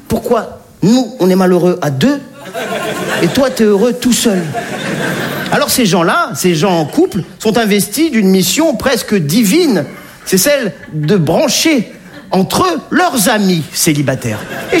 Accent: Nice, Provence-Alpes-Côte d'Azur, France; now in Paris, France; je suis niçois, je ne fais pas partie de ces sudistes qui tapent sur les Parisiens, pas du tout.

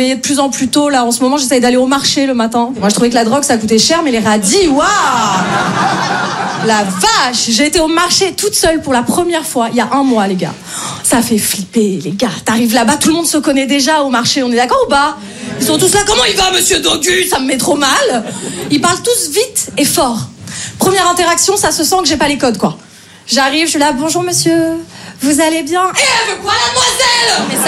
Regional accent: Paris, Île-de-France, France; Je me présente … moi je viens de Paris.

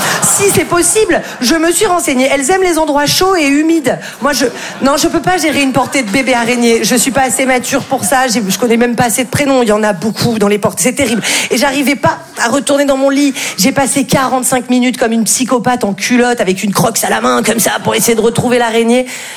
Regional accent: Val-de-Blore, Provence-Alpes-Côte d'Azur, France; moi je viens d'un tout petit village qui s'appelle Val-de-Blore. Vous connaissez ? Non, évidemment. Personne ne connaît Val-de-Blore.

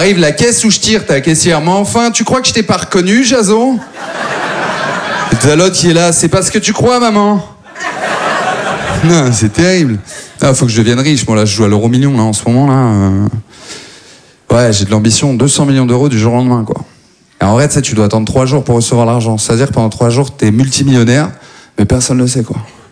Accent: Maubeuge, Hauts-de-France, France; now in Paris, France; je viens pas du tout de Paris, moi je viens de Maubeuge

